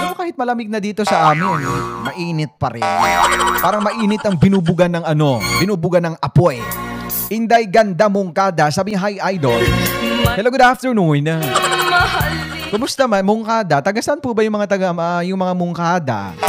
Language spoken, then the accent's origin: Tagalog; Palapag, Eastern Visayas, Philippines; moved away; Actually, taga-Palapag ako, pero hindi ako sa proper. Sa ano ako, sa may interior barangay.